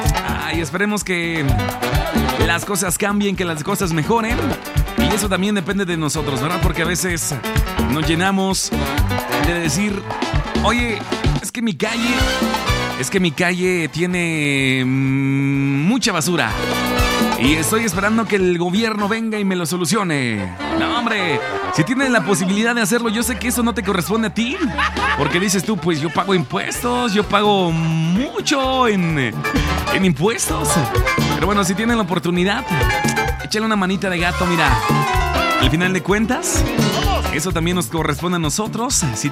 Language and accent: Spanish; Mexico; nuestro país